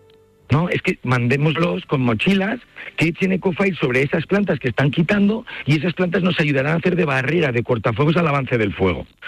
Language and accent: Spanish; Zaragoza, Aragon, Spain; Claro, yo soy de Zaragoza, tengo un montón de amigos, gente, familiares de amigos